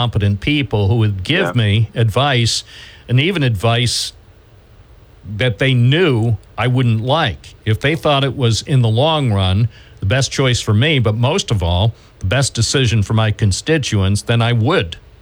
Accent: New York, United States; as a New Yorker

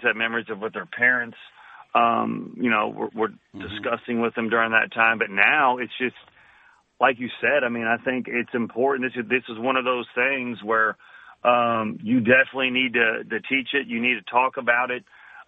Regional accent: United States; now in Louisville, United States; part of who we are as Americans

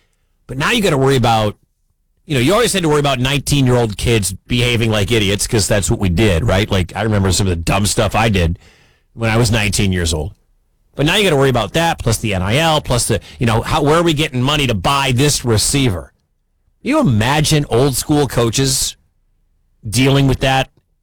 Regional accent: Michigan, United States; born there; also born or lived in Midwest; as a Big Ten guy, okay, I was born in Michigan. I've lived all around the Midwest.

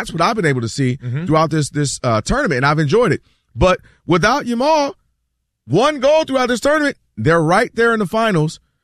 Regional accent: Ann Arbor, Michigan, United States; I'm from Ann Arbor. I watched every snap.

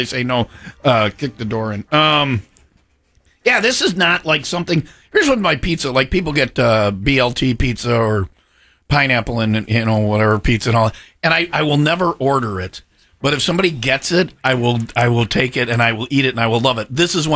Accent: Wisconsin, United States; I'm from Wisconsin. I'm the only person from Wisconsin that doesn't like old fashions

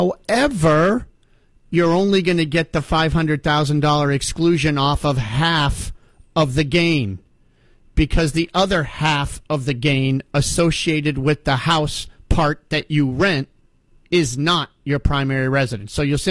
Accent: Ohio, United States; give you a shout out for being from Ohio, because that's my home state.

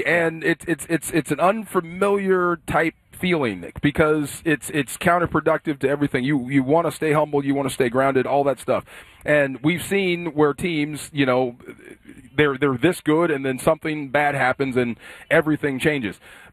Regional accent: the Bay Area, California, United States; moved away; Since we are both from the Bay

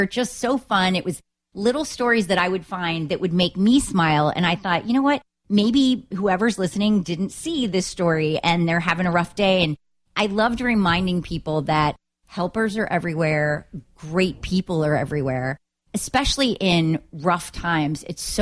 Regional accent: Pittsburgh, Pennsylvania, United States; I grew up actually in Pittsburgh. When I was really young, we moved from state to state because my dad, his job had taken us all over the country.

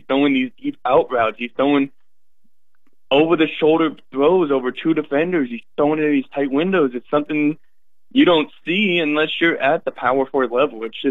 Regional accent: Bay Area, California, United States; now in Washington, United States; I grew up around De La Salle and the Bay Area in California

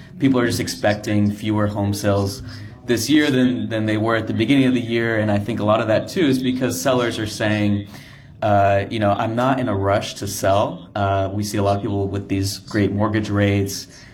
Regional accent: Austin, Texas, United States; I'm from Austin. We've seen that market really cool down.

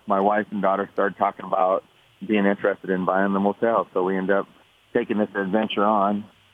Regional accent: Dallas, South Dakota, United States; born or raised there; moved away as an adult; also born or lived in Los Angeles, California

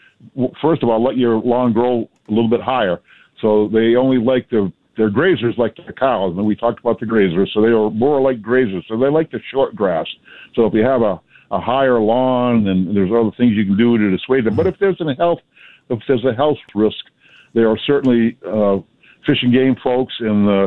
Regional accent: New Hampshire, United States; from no geese when I grew up in New Hampshire, very seldom saw them

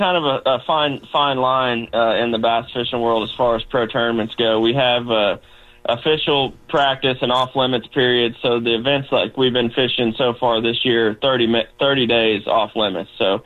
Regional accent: Versailles, Missouri, United States; I grew up in Versailles, went to school there, K through 12. My grandparents lived at Lake of the Ozarks on the water full-time my whole life

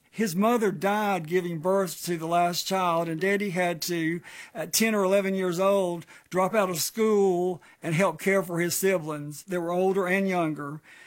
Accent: the South, United States; Growing up in the South gives people a little different perspective to life.

